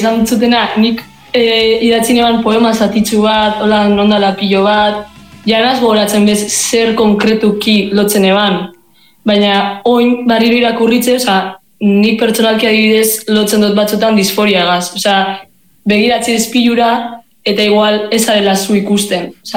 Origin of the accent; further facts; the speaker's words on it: Gernika, Basque Country, Spain; Gernikarra gara